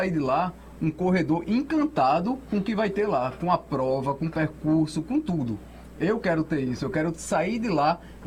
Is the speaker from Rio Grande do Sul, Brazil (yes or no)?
no; Pernambuco, Brazil; é tão legal ser pernambucano